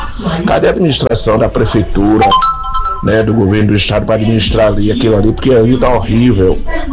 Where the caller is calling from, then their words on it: Salvador, Bahia, Brazil; do bairro de Paripe.